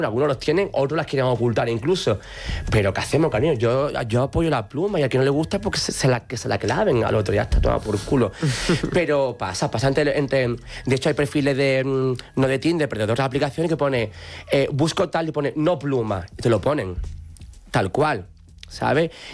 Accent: Andalusia, Spain; Yo el mundo de la Semana Santa no me gusta. Siendo andaluz no me gusta.

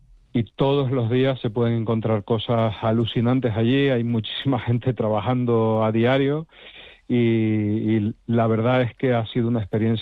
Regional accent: Canary Islands, Spain; Bueno, soy canario

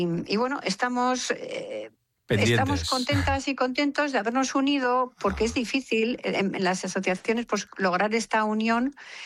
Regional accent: Getxo, Basque Country, Spain; yo soy de Getxo, ¿no?

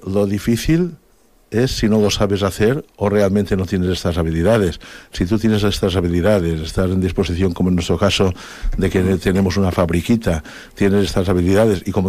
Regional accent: Ibiza, Balearic Islands, Spain; de pequeño, aquí en Ibicenco, lo que hemos dicho siempre

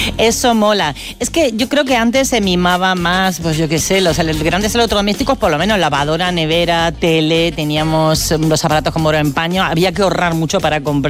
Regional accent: Madrid, Community of Madrid, Spain; He visitado un taller de reparación que hay en el barrio en el que yo crecí, en Prosperidad, en Madrid

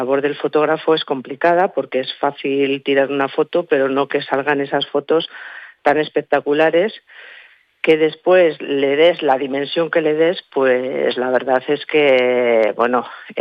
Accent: Reinosa, Cantabria, Spain; creo que es un privilegio ser de la zona sur como soy, que soy de Reynosa

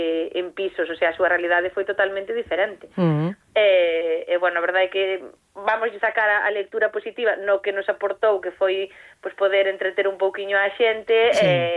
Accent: Galicia, Spain; Non son de Melide, son dunha parroquia que está entre Teixeiro e Guitiriz, pero sí que traballei en Melide nunha biblioteca durante moito tempo

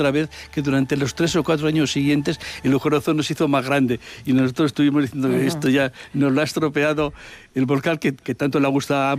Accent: Madrid, Community of Madrid, Spain

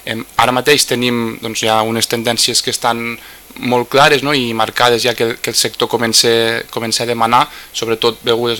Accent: Lleida, Catalonia, Spain; som de Lleida, sabem el que implica la terra i l'entorn amb el que ens trobem.

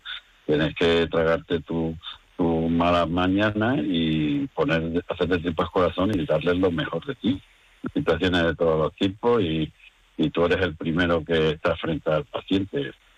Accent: Extremadura, Spain; extremeño porque me ha gustado y quiero mucho también a mi pueblo

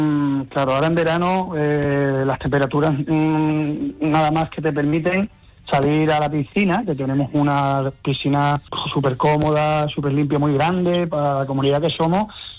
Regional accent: El Granado, Andalusia, Spain; Para la gente que le gusta el campo, la verdad que yo encantado, yo estoy enamorado de mi pueblo.

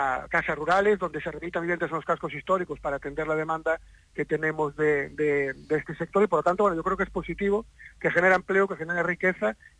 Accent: Pontedeume, Galicia, Spain; yo suelo ser muy ecuánime cuando hablo de mi pueblo y me reafirmo, ¿no?, que es uno de los entornos más bonitos de Galicia. Ponte de Ume es un municipio

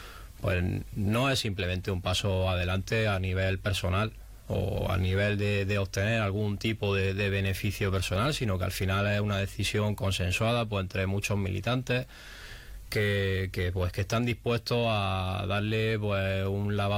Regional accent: El Ejido, Andalusia, Spain; somos vecinos y somos ciudadanos de Ejido

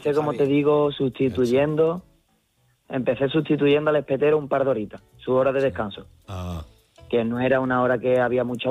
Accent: Málaga, Andalusia, Spain; soy el campeón de la Ruta La Sardina 9 de aquí de Málaga.

